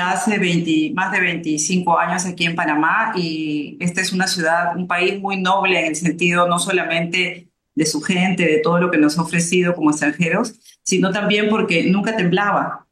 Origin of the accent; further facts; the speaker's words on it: Peru; moved away; nosotros que venimos de Perú, que es un país sumamente sísmico, ¿no?